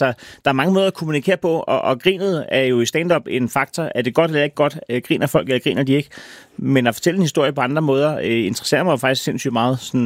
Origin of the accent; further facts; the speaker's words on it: Næstved, Zealand, Denmark; jeg er fra Næstved